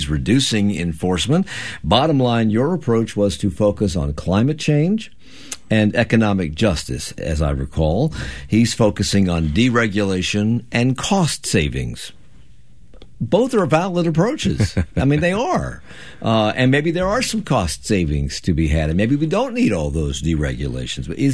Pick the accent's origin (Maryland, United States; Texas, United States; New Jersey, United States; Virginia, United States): Virginia, United States; Alexandria; also born or lived in Washington, D.C.; I grew up in Alexandria, and I know what that river used to smell like